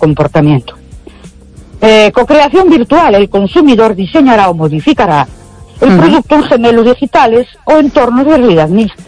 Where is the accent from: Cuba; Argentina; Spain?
Spain; Ourense, Galicia; Buenas noches … de Orense.